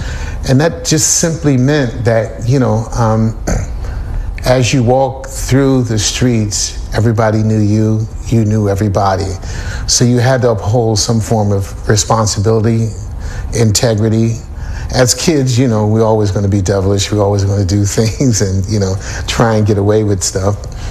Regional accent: Philadelphia, Pennsylvania, United States; moved away as an adult; I grew up in North Philadelphia, primarily at 10th and Susquehanna, to be specific.

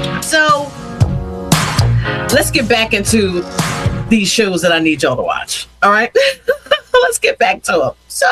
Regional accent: Yeadon, Pennsylvania, United States; Being born and raised in Yaden, I more did things out here where I live instead of going into the city.

